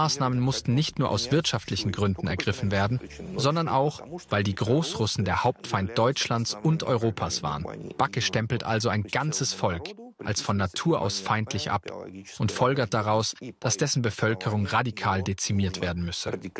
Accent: Saint Petersburg, Russia; denn Leningrad ist meine Heimatstadt.

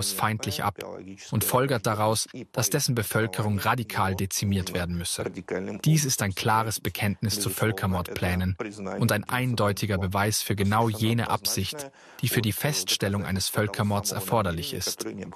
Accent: Saint Petersburg, Russia; denn Leningrad ist meine Heimatstadt

